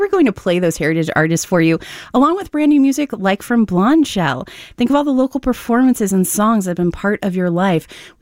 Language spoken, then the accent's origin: English; the South, United States; accent: Southern drawl; now in Minnesota, United States; Zach mentioned, you know, about an hour ago that I'm not from Minnesota. And when my Southern drawl comes out, you can really tell. But, you know, I've been here a year and a half.